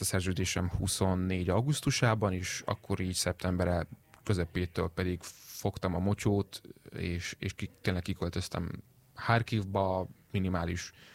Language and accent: Hungarian; Debrecen, Hajdú-Bihar, Hungary; Debrecenben, ahol én születtem és ahol elkezdtem jégkorongozni